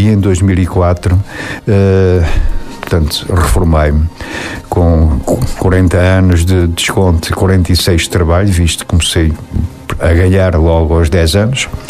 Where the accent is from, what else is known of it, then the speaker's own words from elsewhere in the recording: Portugal; born there; eu nasci em Gafes